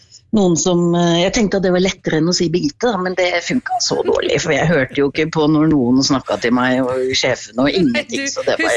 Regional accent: Oslo, Norway; moved away as an adult; also born or lived in Hallingdal; now in Sandefjord, Norway; vi er fra Oslo

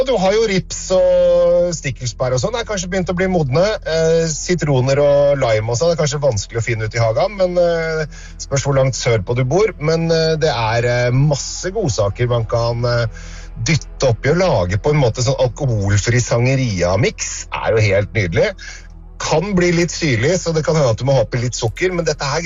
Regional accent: Eastern Norway, Norway; Ja, jeg tror du og jeg er like, men det er fordi at vi kommer fra Østlandet.

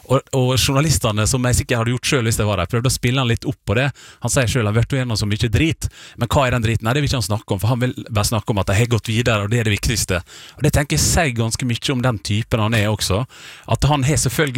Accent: Møre og Romsdal, Norway; Så klart dette betyr mye for oss som sunnmøring, at vi har en som så sentral.

